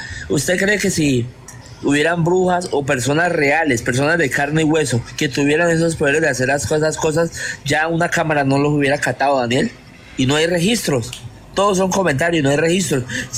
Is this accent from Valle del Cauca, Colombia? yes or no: yes; Buenaventura, Valle del Cauca, Colombia; yo soy de Buenaventura